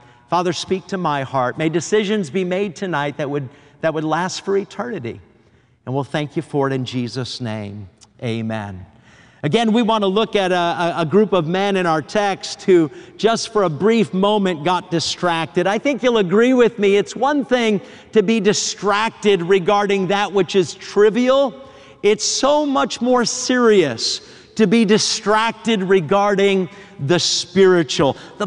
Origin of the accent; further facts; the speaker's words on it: New Hampshire, United States; I was in high school growing up in New Hampshire.